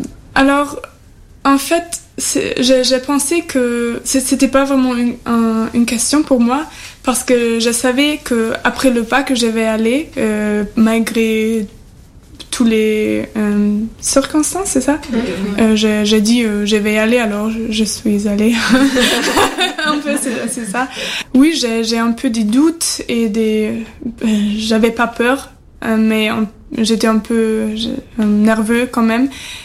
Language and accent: French; Halle, Saxony-Anhalt, Germany; French is a second language; moved away as an adult; now in Chatou, France; en fait, je viens d'Allemagne. À Halle, c'est un petit village dans l'est d'Allemagne. Ici, je fais un service civique pour un an.